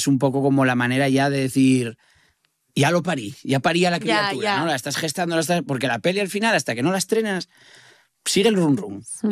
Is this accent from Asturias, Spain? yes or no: yes; Avilés, Asturias, Spain; now in Cangas de Onís, Spain; Yo soy de Avilés, de Corbera, de la zona centro, pero me mudé hace unos años a Cangas de Onís y vivo porque me gustaba vivir cerca de los Picos de Europa